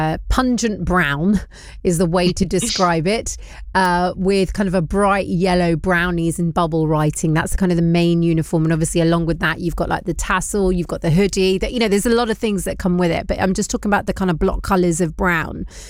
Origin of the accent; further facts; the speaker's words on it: London, United Kingdom; where I grew up in West London, there wasn't a club close enough for me to be able to kind of travel to.